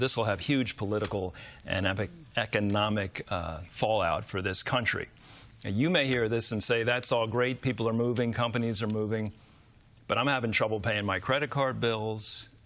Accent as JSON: {"language": "English", "region": "New Jersey", "country": "United States", "said": "New Jersey, my home state"}